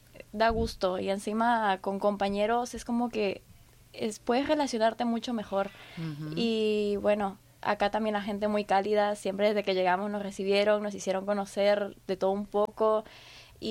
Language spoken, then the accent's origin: Spanish; Peru; now in Argentina; Yo soy de Perú